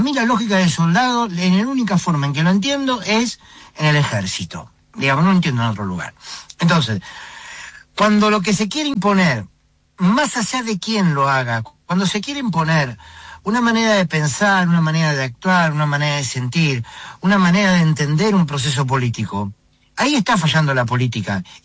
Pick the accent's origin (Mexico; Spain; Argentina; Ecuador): Argentina